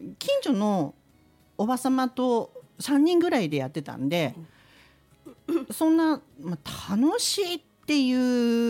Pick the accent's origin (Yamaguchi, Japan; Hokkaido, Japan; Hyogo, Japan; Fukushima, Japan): Hokkaido, Japan; born there; also born or lived in Sapporo; ただやっぱりあの小学校まで小樽、まん、まあ、小樽の本当の真ん中じゃないんですけど、まあ、小樽寄りのところにいたもんですからね